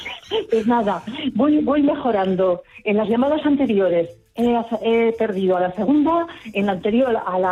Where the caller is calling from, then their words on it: León, Castile and León, Spain; Sí, de León.